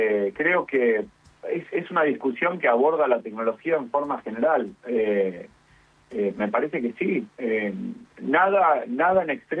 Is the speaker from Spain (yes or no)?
no; Argentina